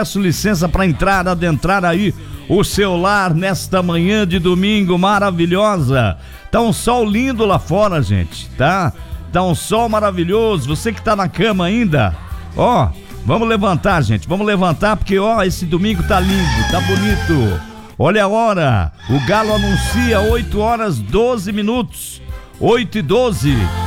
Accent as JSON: {"language": "Portuguese", "country": "Brazil", "said": "nós, como bons brasileiros que somos"}